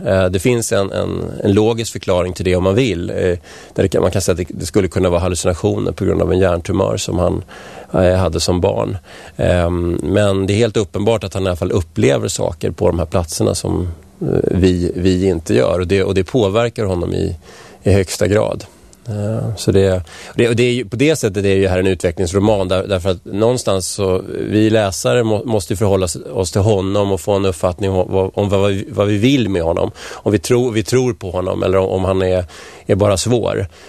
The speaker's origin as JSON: {"language": "Swedish", "town": "Vällingby", "region": "Stockholm County", "country": "Sweden", "also_born_or_lived": "Strängnäs", "said": "Jag kommer ju inte härifrån. Jag kom från Vällingby från början. Och sen har jag bott i stan och jag har bott i Strängnäs då, som sagt."}